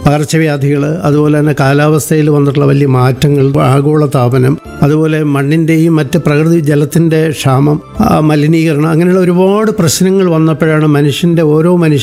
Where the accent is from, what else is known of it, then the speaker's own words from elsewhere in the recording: Kunnathur, Kerala, India; ഞാൻ ജനിച്ചത് വളരെ ഒരു ഉൾനാടൻ ഗ്രാമത്തിലാണ്, കുന്നത്തൂർ എന്ന് പറഞ്ഞത്. വയലേലകളുടെയും കൃഷിസ്ഥലങ്ങളുടെയും പുഴയുടെയും കായലിൻ്റെയും ഒക്കെ പരിസരമായിരുന്നു എൻ്റെ ബാല്യകാല ജീവിതത്തിൻ്റെ ഭൂമിക.